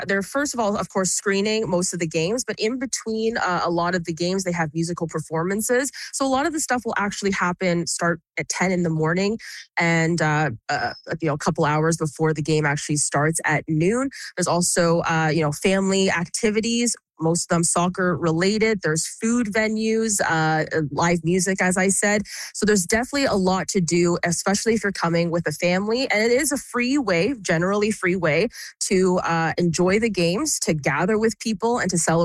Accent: Hong Kong; I'm from Hong Kong. I don't believe that we've made a World Cup.

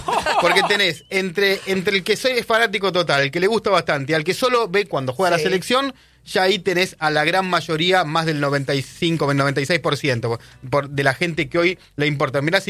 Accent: Argentina; A ver si somos termos los argentinos

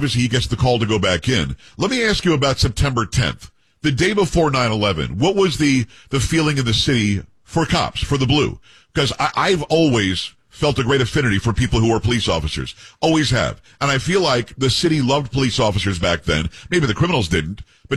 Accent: Amityville, New York, United States; You know, I'm from Copeg. I'm from Amityville. It's my hometown, but Copeg on the island is where I'm from.

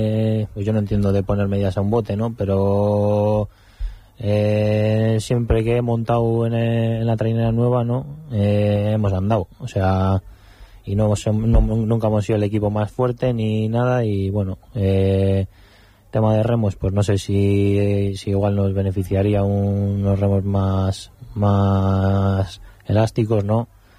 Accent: Castro Urdiales, Cantabria, Spain; todos somos de Castro

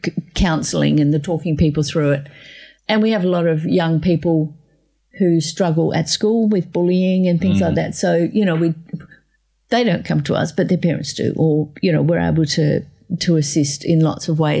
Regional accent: Australia; born there; So, you know, I'm actually thankful I was born in Australia.

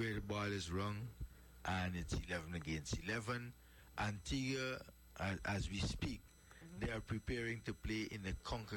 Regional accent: Guyana; I'm South American by nature. I'm Guyanese in South America

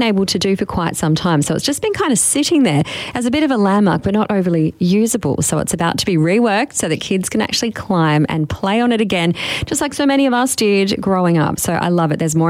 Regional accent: Launceston, Tasmania, Australia; And I can remember that as a kid growing up in Launceston, we'd come down for a day trip, go down the massive slide.

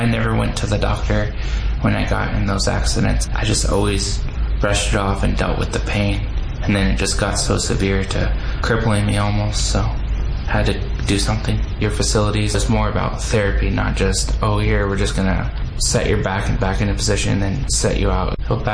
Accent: Wilsonville, Oregon, United States; from Wilsonville, Oregon.

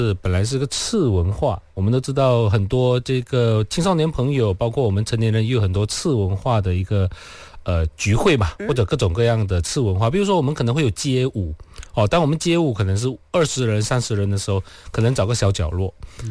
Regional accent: Malaysia; 而且我们马来西亚人特别喜欢这种就是破世界纪录

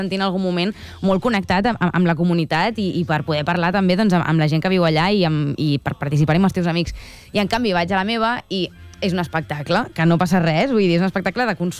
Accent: Blanes, Catalonia, Spain

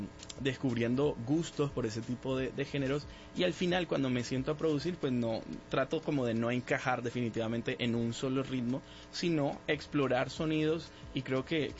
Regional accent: San Andrés, San Andrés, Providencia and Santa Catalina, Colombia; born there; also born or lived in Bogotá; Como ya saben, vivo en San Andrés, nací en San Andrés, entonces los ritmos caribeños

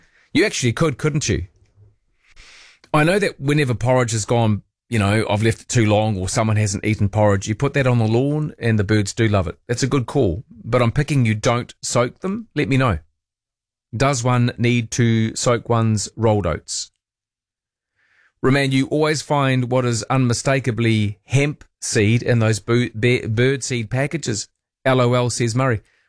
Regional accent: Wellington, New Zealand; also born or lived in Christchurch; I was born in Christchurch. Does it feel like home? Not really. I was about 2 foot tall when we left Christchurch. Wellington is a city that's very close to my heart. Then over to Wairarapa, where I spent most of my lif

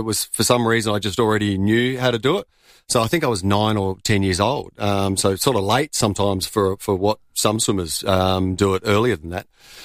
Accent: Modbury, South Australia, Australia; Modbury. I grew up in.

